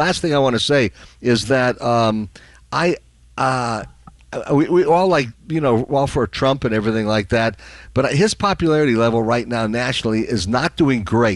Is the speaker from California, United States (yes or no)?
yes; California, United States; now in Nevada, United States; I've become much more orthodox as a Nevadan than I ever was, even as a Californian before.